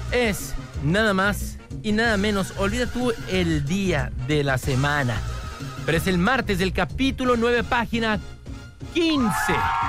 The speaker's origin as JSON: {"language": "Spanish", "country": "Mexico", "tie": "born there", "said": "Haber nacido mexicano, qué maravilla haber nacido en estas tierras. Qué maravilla decir, ajá, efectivamente, provengo, soy de México para el mundo."}